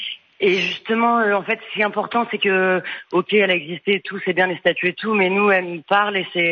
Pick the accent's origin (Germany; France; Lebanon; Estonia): France; Hauts-de-France; accent: Nord; Je le fais avec l'accent, parce que ouais, moi aussi, je suis du Nord.